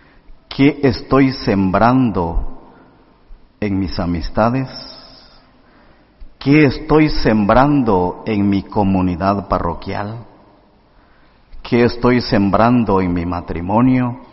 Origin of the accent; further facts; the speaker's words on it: Guatemala; Yo soy de Guatemala y en la parroquia donde estoy sirviendo tenemos 110 monaguillos, una cantidad pues muy considerable para un pueblo de casi 60.000